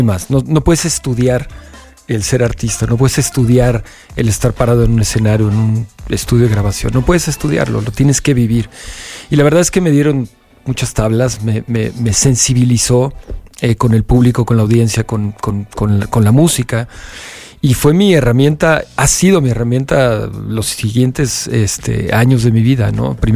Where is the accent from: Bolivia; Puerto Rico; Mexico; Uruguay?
Mexico; la letra es perfecta para lo que queremos como mexicanos decir y sentir.